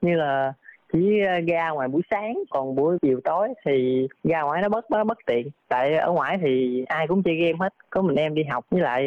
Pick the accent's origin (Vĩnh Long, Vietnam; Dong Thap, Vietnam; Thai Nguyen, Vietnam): Dong Thap, Vietnam; moved away as an adult; now in Ho Chi Minh City, Vietnam; Em quê Đồng Tháp.